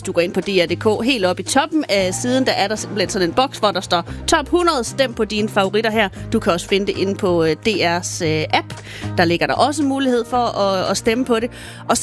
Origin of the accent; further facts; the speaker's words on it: Lemvig, Central Denmark Region, Denmark; nu kommer jeg jo fra Lemvig